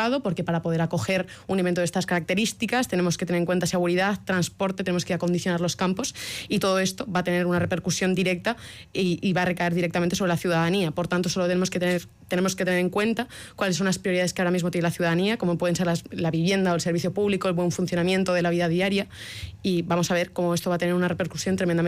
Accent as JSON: {"language": "Spanish", "town": "San Sebastián", "region": "Basque Country", "country": "Spain", "said": "yo soy donostiarra"}